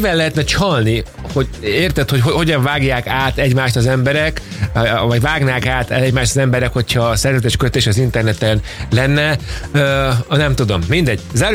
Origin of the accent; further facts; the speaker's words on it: Balassagyarmat, Nógrád, Hungary; Tehát, hogy én Balassagyarmatiként én Tarjánban nem tudtam időpontot kapni, mert hogy nem rak engem oda.